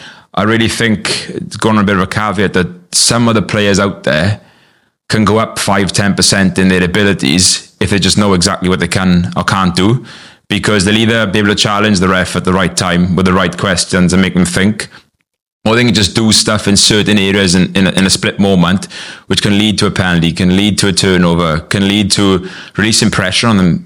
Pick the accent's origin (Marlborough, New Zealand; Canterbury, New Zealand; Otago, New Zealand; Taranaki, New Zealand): Otago, New Zealand; Glenleith; Like, I know you introduced that I come from Glenleith, but I played across the road in Cungrach just because they had a junior section at the time